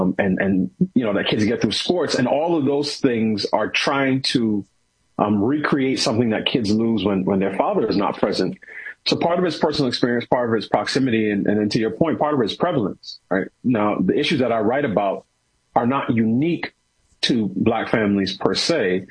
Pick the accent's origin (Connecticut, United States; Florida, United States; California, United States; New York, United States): New York, United States; New York City; I grew up in New York City. You know, I went to school in college in Pittsburgh. I've been in the D.C. area now almost 20 years.